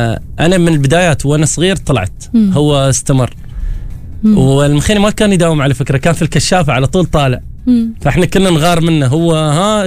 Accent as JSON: {"language": "Arabic", "country": "Qatar", "tie": "born or raised there", "also_born_or_lived": "Oman", "said": "فبعد ما انتقلوا من السعودية إلى عمان المصنعة أنا الوحيد اللي كنت مواليد عمان. يعني أنا انولدت في عمان، من بعد ما انولدت في عمان عشت فيها فترة بسيطة، انتقلت مع الوالد، والد كان يشتغل في الخليج"}